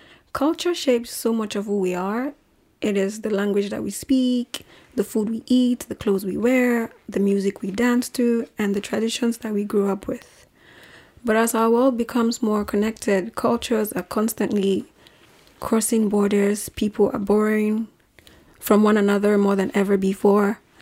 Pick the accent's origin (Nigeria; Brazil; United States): Nigeria; South; okay, so I'm from Nigeria, and I grew up in the south of Nigeria, like the literal bottom of it, the south, literally.